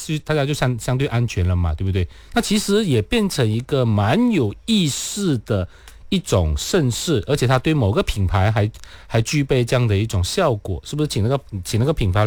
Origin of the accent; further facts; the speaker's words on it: Malaysia; 而且我们马来西亚人特别喜欢这种就是破世界纪录